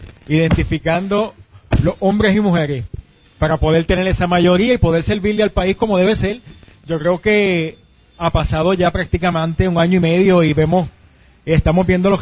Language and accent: Spanish; Juana Díaz, Puerto Rico; Yo soy de Juana Díaz.